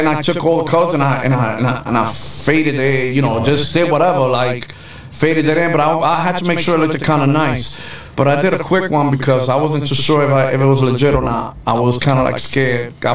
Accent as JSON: {"language": "English", "region": "New York", "country": "United States", "tie": "born or raised there", "said": "You know, born and raised in New York, bro."}